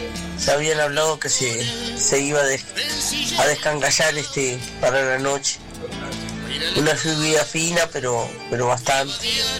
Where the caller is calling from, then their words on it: Montevideo, Uruguay; de acá, de La Unión.